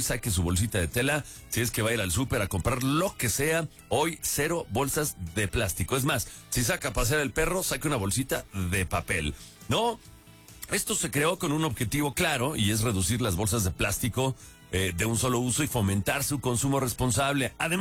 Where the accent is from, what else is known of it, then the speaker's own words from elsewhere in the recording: Mexico; cómo somos los mexicanos